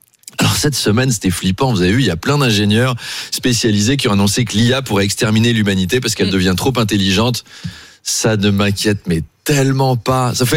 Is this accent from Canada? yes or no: no; Brittany, France; je vais rallier Gabriel Attal, parce que je suis breton, alors la tournée des 1000 bistrots, ça me parle forcément un peu.